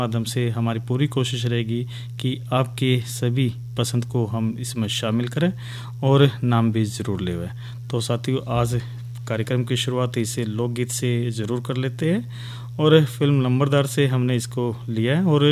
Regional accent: Haryana, India

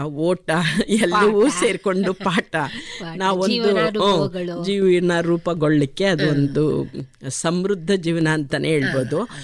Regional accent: Venkatapura, Karnataka, India; ನಾನು ಹುಟ್ಟಿದ್ದು ಬೆಳೆದಿದ್ದು ಕೋಲಾರ. ಆಗ ಕೋಲಾರ ಅಂತ ಇತ್ತು, ಈಗ ಅದು ಡಿವೈಡ್ ಆಗಿ ಚಿಕ್ಕಬಳ್ಳಾಪುರ ಆಗಿದೆ. ಚಿಕ್ಕಬಳ್ಳಾಪುರ ಜಿಲ್ಲೆ ಶಿಡ್ಲಘಟ್ಟ ತಾಲೂಕಿನ ವೆಂಕಟಾಪುರ ಅಂತ ಒಂದು ಗ್ರಾಮ.

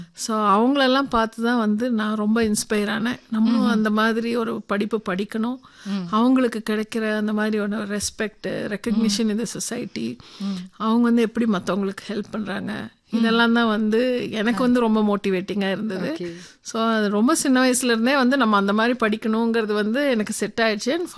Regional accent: Coimbatore, Tamil Nadu, India; கோயம்புத்தூர் தாங்க என்னோட பூர்வீகம் எல்லாமே. நான் பிறந்தது வளர்ந்தது படிச்சது எல்லாமே இங்கதான்.

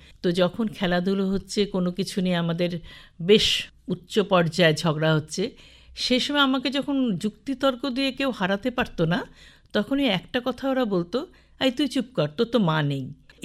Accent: Siliguri, West Bengal, India; আমার জন্ম শিলিগুড়িতে 1960 সালে। আমার জ্ঞান হওয়ার পর থেকেই জেনেছি আর কি, আমি আমার দাদুর বাড়িতে থাকতাম। মা যখন ছোট্টবেলায় মারা যায় 1.5 বছর বয়সে, এই দাদু ভাইয়ের বাড়িতেই আমি ছোট থেকে বড় হয়েছি।

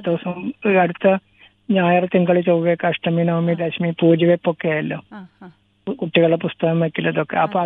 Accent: Valanchery, Kerala, India; ഇത് മലപ്പുറം ജില്ലയാണ്, വളാഞ്ചേരി.

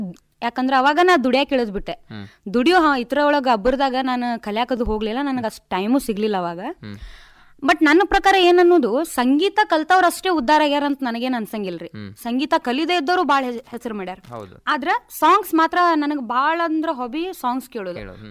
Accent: Dharwad district, Karnataka, India; moved away; ಮೂಲತಃ ನಾನು ಧಾರವಾಡ ಜಿಲ್ಲೆ ಕಲಗಡಿ ತಾಲೂಕು ಜೊಳ್ಳಿ ಊರ ಆಕ್ರಿ. ಜೊಳ್ಳಿ ಅನ್ನೋ ಒಂದು ಸಣ್ಣ ಗ್ರಾಮದಾಗ ನಾನು. ಸೊ ಅಲ್ಲಿಂದನ ಬಂದಿದ್ದು.

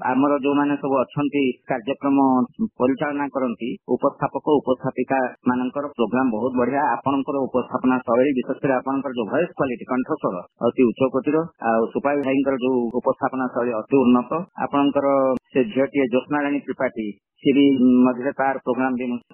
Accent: Puri, Odisha, India; now in Keonjhar, India; ପିଲାଟି ବେଳୁ ଆମେ ତ ଆକାଶବାଣୀ କଟକ ଶୁଣି ଆସିଥିଲୁ, କାରଣ ମୋ ଘର ହେଉଛି ପୁରୀ, ଜନ୍ମଭୂମି ପୁରୀ, କର୍ମଭୂମି କେନ୍ଦୁଝର।

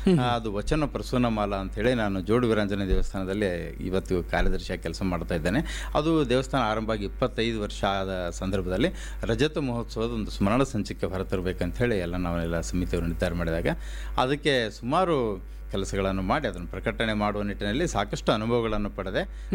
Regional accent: Raichur district, Karnataka, India

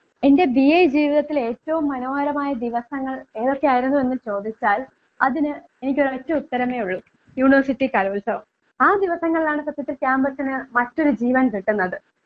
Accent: Varkala, Kerala, India; ഞാൻ വർക്കല സ്വദേശിനിയാണ്. ഞാൻ യൂണിവേഴ്സിറ്റി കോളേജില് MA ഇംഗ്ലീഷ് വിദ്യാർത്ഥിനിയാണ്.

